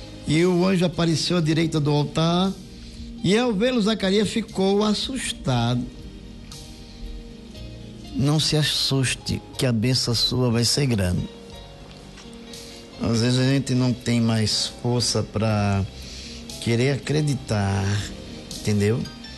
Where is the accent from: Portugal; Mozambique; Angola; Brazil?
Brazil; Northeast Region; eu sou nordestino